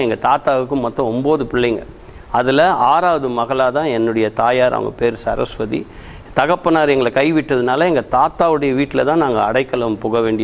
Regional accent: Chennai, Tamil Nadu, India; வளர்ந்தது எல்லாமே Mylapore all India radio back சைடில் கார்னீஸ்வரர் கோவில் சீட் நம்பர் 40, அங்கே தான் நான் பிறந்து வளர்ந்தது எல்லாமே.

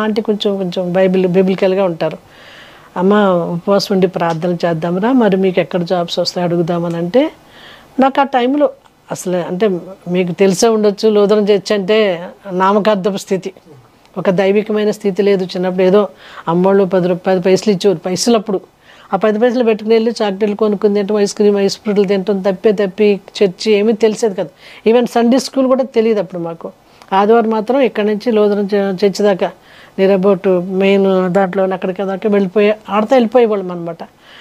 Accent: Bhimavaram, Andhra Pradesh, India; Lutheran rest house road, భీమవరంలోనే rest house road, మాది Bhimavaram. So భీమవరంలోనే rest house, అక్కడే పుట్టాను, అక్కడే పెరిగాను.

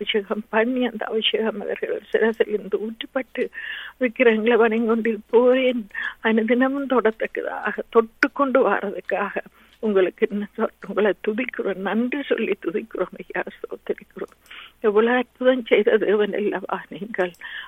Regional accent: Sri Lanka; moved away; நாங்கள் பிறந்து வளர்ந்த தேசமாகிய இலங்கை அந்த சிறிய தீவுக்காக

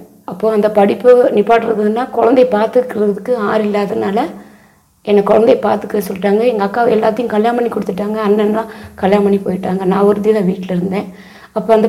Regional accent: Cumbum, Tamil Nadu, India; நான் பிறந்து வளர்ந்ததெல்லாம் தமிழ்நாட்டில் கம்பத்தில் வளர்ந்தது, படித்தது எல்லாம் அங்கே தான் நான் படித்து வளர்ந்தேன். எங்கள் அம்மா அப்பா அவங்களாம் ஹிந்து ஃபேமிலி பேக்ரவுண்டு உள்ளவங்க.

